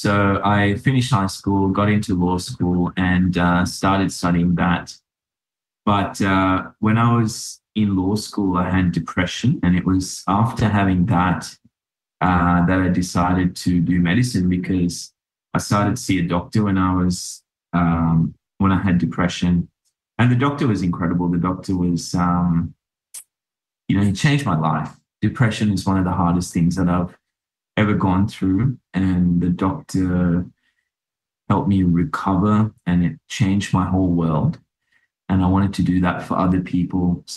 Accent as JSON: {"language": "English", "country": "Sri Lanka", "tie": "born or raised there", "said": "I grew up in Sri Lanka and my mum caught me once smoking a cigarette butt in the backyard when I was like 5 years old."}